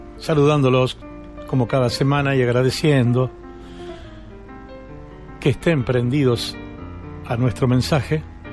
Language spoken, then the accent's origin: Spanish; Argentina